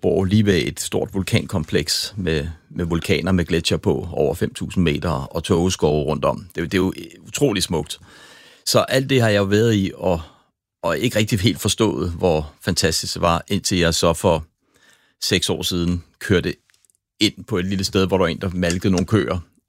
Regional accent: Copenhagen, Capital Region of Denmark, Denmark; now in Cape Verde; den er aktiv, og der kommer røg op ad den, og det er ret eksotisk som dansker.

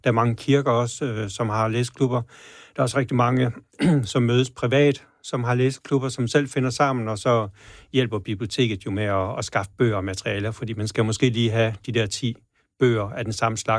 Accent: Djursland, Central Denmark Region, Denmark; born or raised there

